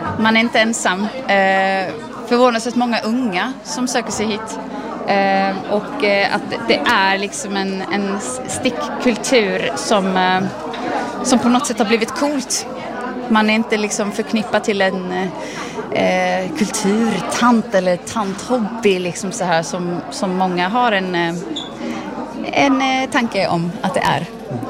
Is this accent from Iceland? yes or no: yes; Iceland; moved away; Jag kommer från Island där det finns en viss stickkultur.